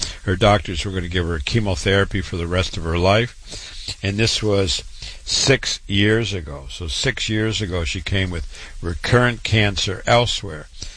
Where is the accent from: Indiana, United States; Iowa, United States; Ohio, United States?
Iowa, United States; Waterloo; born there; I was born in Waterloo, Iowa, went to medical school